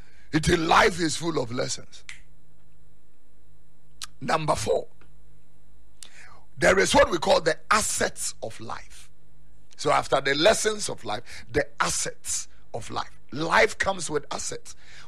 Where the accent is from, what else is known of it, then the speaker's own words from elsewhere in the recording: Accra, Greater Accra, Ghana; I'm a abuame. I was born in Accra, so I see myself more as a girl than a kwewu person.